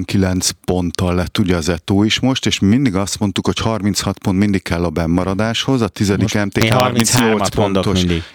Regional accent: Hungary; mi úgy nőttünk föl, hogy akkor kezdtek el légiósok futballozni Magyarországon a 90-es évek elején

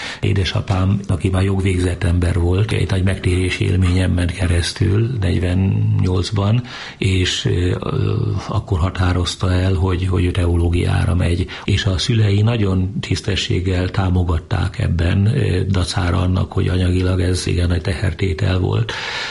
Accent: Budapest, Hungary; born there; also born or lived in Csögle, Veszprém County / Miskolc; Egy pap gyereknek a sorsát éltem át. Először még 6 éves korom még Dunántúlon, aztán Miskolcra került édesapám, 4 éven keresztül ott szolgált, és aztán kerültünk Budapestre, mikor ő tanítani kezdett az akkori teológiai akadémián.

